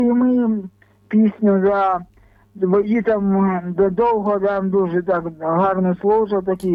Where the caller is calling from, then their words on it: Zaporizhzhia, Zaporizhzhia Oblast, Ukraine; ми з Запоріжжя